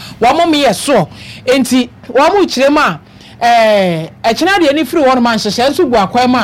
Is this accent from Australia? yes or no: no; South Africa; I'm on my own. I'm from South Africa.